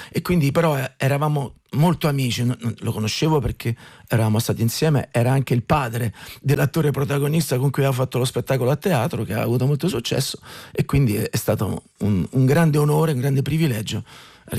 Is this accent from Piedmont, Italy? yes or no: no; Civitavecchia, Lazio, Italy; also born or lived in Rome; No, laziale nel senso sono di Civitavecchia e poi ho vissuto a Roma e quindi chiaramente si sente